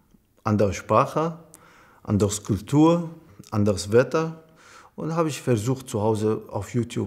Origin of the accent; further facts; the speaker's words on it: Iraq; German is a second language; moved away as an adult; now in Germany; Ich komme eigentlich aus dem Irak. Ich bin seit 2015 nach Deutschland gekommen. Das Grund war wegen Krieg und wir können nicht in Freiheit leben.